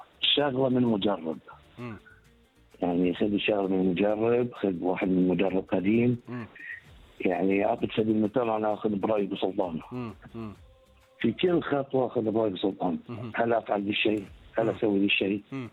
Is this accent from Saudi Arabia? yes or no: no; Bahrain; كنت أنا بحريني.